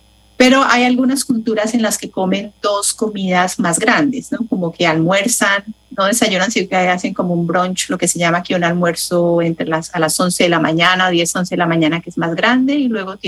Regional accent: Colombia; Yo soy de Colombia y también el almuerzo es más fuerte

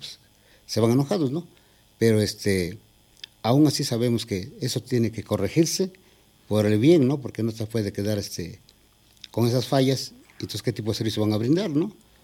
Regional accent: Cuicatlán, Oaxaca, Mexico; En Oaxaca se llama Santa Catarina Tlaxchila, pertenece al municipio de Cuicatlán, Oaxaca.

